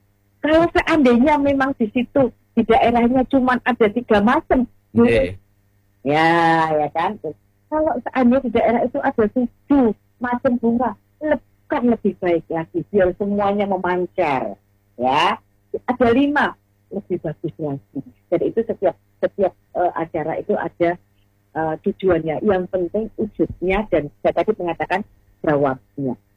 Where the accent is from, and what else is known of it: Java, Indonesia